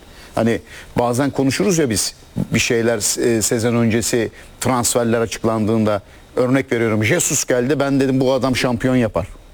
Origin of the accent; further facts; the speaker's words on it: Alaşehir, Manisa, Turkey; Kendi kendime dedim ki Allah'ım, daha önce buraya acaba dedim bir Alaşehirli gelmiş midir? Ben Alaşehirliyim diye.